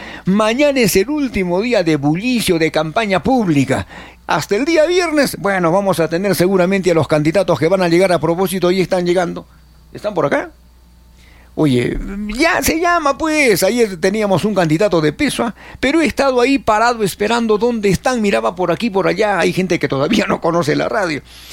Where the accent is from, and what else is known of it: Arequipa, Peru